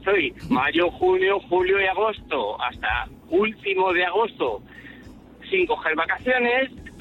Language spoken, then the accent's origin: Spanish; Málaga, Andalusia, Spain; now in Madrid, Spain; vamos desde Madrid a mi tierra natal, que soy de Málaga